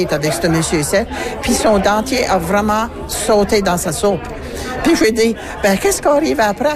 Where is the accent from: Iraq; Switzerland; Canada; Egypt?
Canada; Baie-Sainte-Marie, Nova Scotia; Ben moi, je viens de Baie-Sainte-Marie.